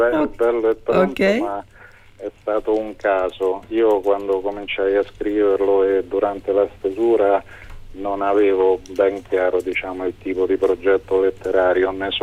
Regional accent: Rome, Lazio, Italy; nato e cresciuto a Roma

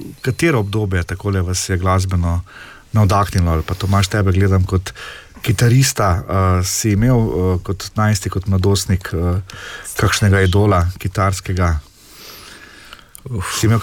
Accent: Styria, Slovenia; kot rečemo Štajerci

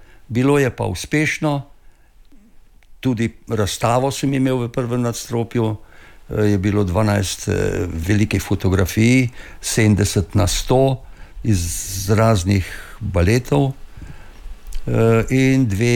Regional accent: Mokronog, Southeast Slovenia, Slovenia; moved away; v Mokronogo, v mojem rojstnem kraju, po poteh, kjer sem pasel krave, kjer sem razdiral bombe, kjer sem korakal z italijansko godbo

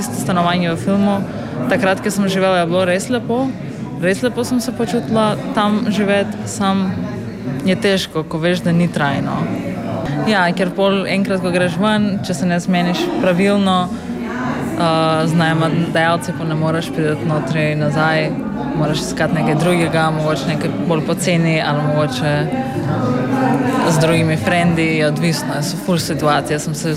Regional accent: North Macedonia; Slovenian is a second language; now in Koper, Slovenia; ker zdaj po tok leta, veste, jaz res počutim, kot da sem bolj iz Kopra, kot iz Makedonije, ki sem prišla.

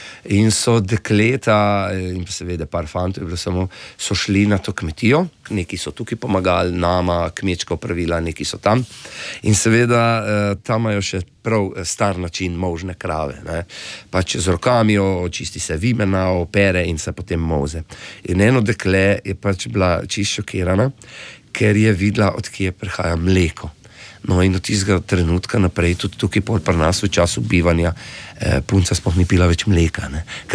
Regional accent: Cerknica, Slovenia; V bistvu sem priseljen iz Cerknice oziroma priseljen sem, ja.

